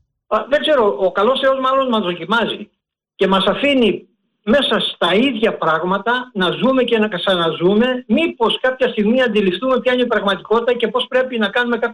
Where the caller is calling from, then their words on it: Greece; Σαν Έλληνες, το έχουμε ιερή υποχρέωση.